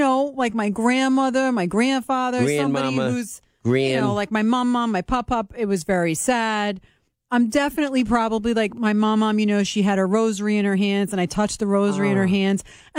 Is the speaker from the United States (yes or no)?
no; Ireland; We don't have feelings. We're Irish.